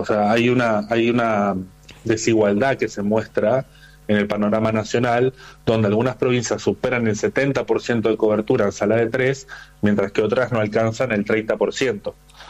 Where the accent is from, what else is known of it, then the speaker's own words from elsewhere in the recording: Santa Fe, Argentina; yo soy de Santa Fe, por ejemplo, en la ciudad de Santa Fe